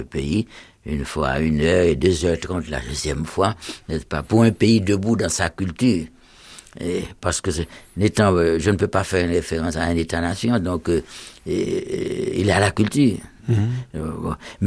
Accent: Jacmel, Sud-Est, Haiti; moved away; quand je suis arrivé dans ma ville natale

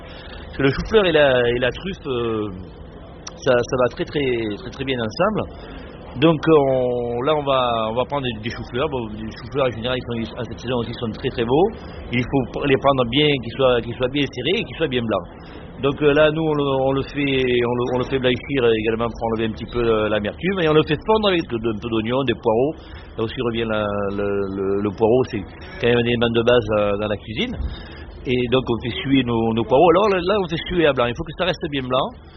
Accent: Provence-Alpes-Côte d'Azur, France; chez nous, en Provence, on a beaucoup de légumes et de bons légumes.

